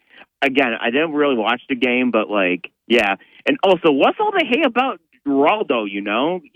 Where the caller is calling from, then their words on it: Endicott, New York, United States; from Endicott.